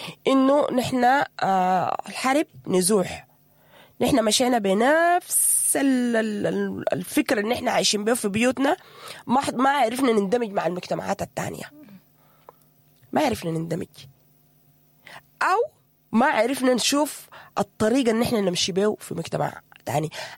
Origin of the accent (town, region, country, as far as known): Sudan